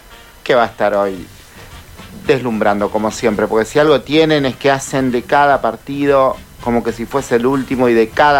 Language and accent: Spanish; Argentina; Esa pasión con la que vivimos es algo que nos identifica a todos los argentinos